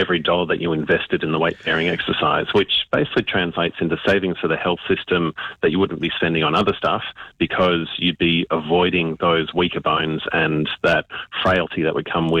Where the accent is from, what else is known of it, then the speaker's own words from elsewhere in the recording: Canberra, Australian Capital Territory, Australia; I'm old enough to remember Life Be In It when I was growing up in Canberra.